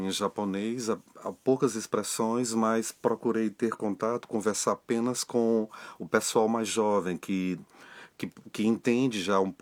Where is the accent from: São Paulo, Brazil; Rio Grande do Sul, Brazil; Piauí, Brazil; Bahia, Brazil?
Piauí, Brazil; Água Branca; also born or lived in Uruçuí, Brazil; nascido e criado no Piauí e sou funcionário público, sou bancário, trabalho numa agência bancária lá na cidade de Água Branca. Antes trabalhava em Uruçuí, passei 12 anos em Uruçuí